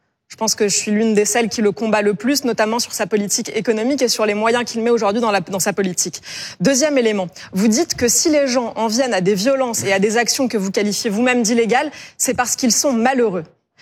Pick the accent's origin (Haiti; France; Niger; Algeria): France; Île-de-France; Moi j'ai grandi en Seine-Saint-Denis, vous n'allez pas m'apprendre mon département, monsieur Ruffin, ça n'est pas vous qui allez m'apprendre mon département.